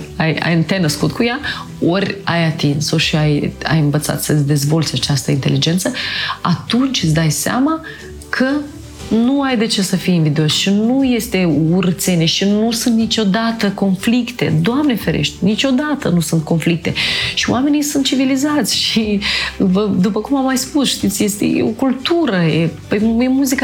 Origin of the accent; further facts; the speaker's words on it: Moldova; am fost născută în Republica Moldova și am fost crescută acolo